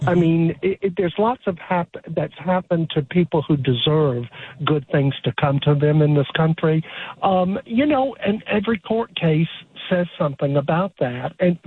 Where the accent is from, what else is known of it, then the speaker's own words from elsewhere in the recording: Columbus, Georgia, United States; I grew up in Columbus, Georgia, but moved to Atlanta after college.